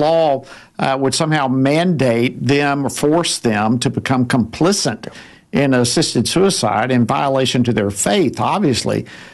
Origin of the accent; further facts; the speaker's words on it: Georgia, United States; moved away; my home state of Georgia